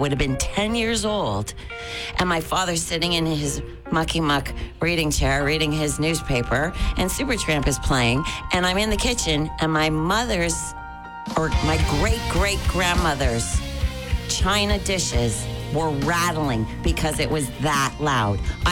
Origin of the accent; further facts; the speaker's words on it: Ottawa, Ontario, Canada; I grew up on Echo Drive across from Lansdowne Park